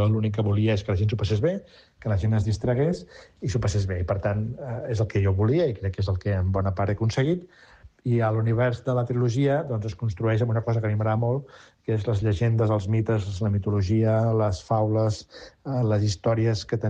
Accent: Catalonia, Spain; perquè sóc català

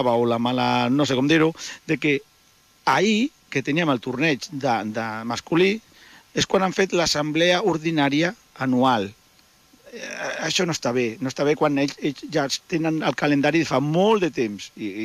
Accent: Rubí, Catalonia, Spain; pels que som de Rubí

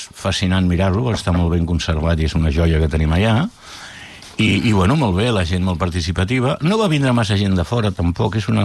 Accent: El Papiol, Catalonia, Spain; el Papiol no cobro, evidentment no... És el meu poble i col·laboro.

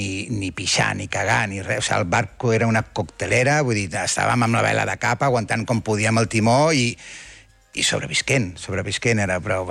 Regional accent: Manresa, Catalonia, Spain; now in Maó, Spain; Sí, correcte.

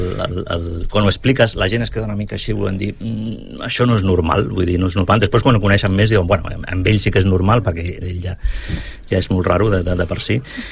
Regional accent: Sant Quirze, Catalonia, Spain; Jo vinc de Sant Quirze, vull dir que no allà tenim... No tenim llibreria

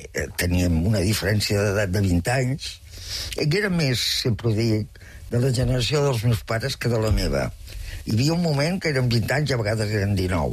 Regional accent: Terrassa, Catalonia, Spain; Jo soc nascuda a Terrassa i vivia a Terrassa.

